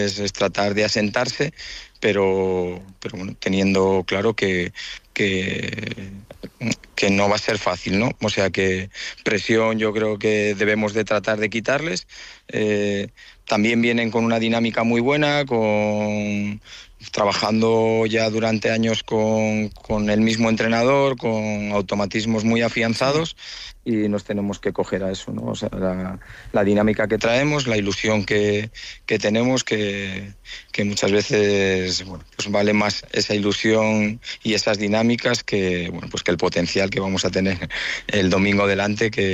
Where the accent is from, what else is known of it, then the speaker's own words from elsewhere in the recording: Santander, Cantabria, Spain; la gente que somos de aquí, de Santander, que hemos mamado esto desde la base